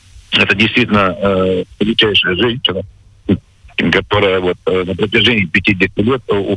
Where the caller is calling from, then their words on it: Saratovskaya, Krasnodar Krai, Russia; Я сам из Станиса Саратовска